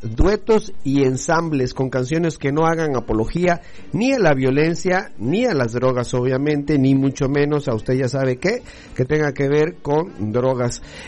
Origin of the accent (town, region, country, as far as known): Campeche, Mexico